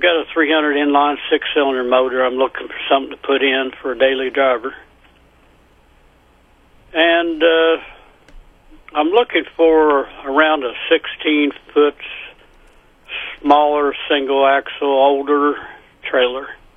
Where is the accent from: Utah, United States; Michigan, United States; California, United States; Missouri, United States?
Missouri, United States; Marceline; All right. I'm from Marceline.